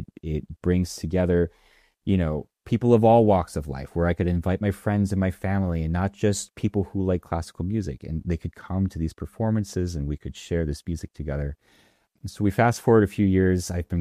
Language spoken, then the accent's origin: English; Detroit, Michigan, United States; I grew up outside of Detroit. I'm half Japanese, half white.